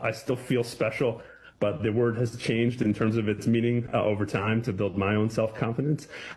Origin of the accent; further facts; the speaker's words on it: Baltimore, Maryland, United States; now in Philadelphia, United States; I'm originally from Baltimore, live in suburban Philadelphia